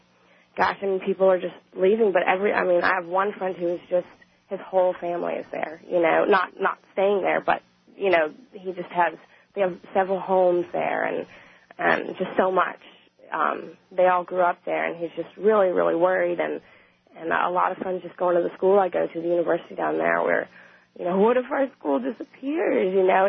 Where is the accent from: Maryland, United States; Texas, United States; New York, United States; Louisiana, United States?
Louisiana, United States; New Orleans; because we're all from New Orleans, and it's not really sinking in completely